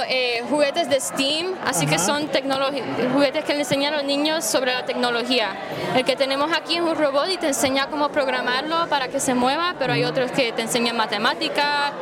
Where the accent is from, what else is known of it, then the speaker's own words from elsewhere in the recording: Florida, Puerto Rico; moved away as an adult; now in Columbia, Missouri, United States; Yo soy de Florida, Puerto Rico.